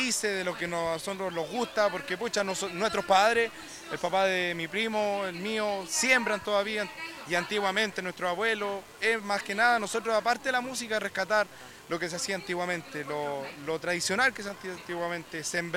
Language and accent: Spanish; Pupuya, Chile; Nosotros dos somos ambos de Pupulla, nacidos y criados acá. Nuestros padres han vivido toda la vida, nuestros abuelos